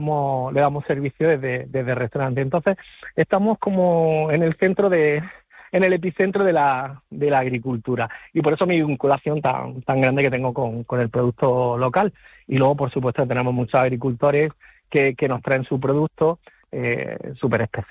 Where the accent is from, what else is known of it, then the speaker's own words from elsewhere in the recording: El Ejido, Andalusia, Spain; Está en mi pueblo, en El Ejido.